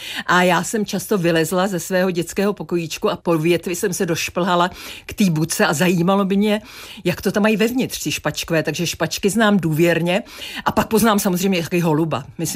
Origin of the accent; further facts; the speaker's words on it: Benešov, Central Bohemian Region, Czechia; když jsem vyrůstala na vojenském sídlišti v Benešově u Prahy